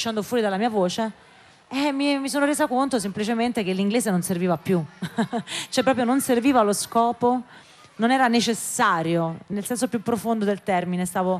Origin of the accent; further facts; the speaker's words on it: Naples, Campania, Italy; first language English; also born or lived in London; now in Pozzuoli, Italy; ritornare a Napoli, viverla in tutte le sue sfaccettature, trasferirmi a Pozzuoli e respirare la mia lingua